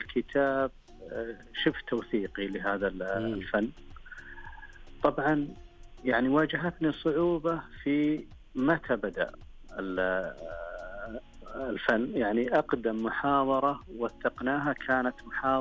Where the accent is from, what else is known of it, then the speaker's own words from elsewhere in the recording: Saudi Arabia; أنا القرية اللي أنا يعني كنت فيها هذا موروثها، قريتنا بين مكة والمدينة اسمها بادية الشلالحة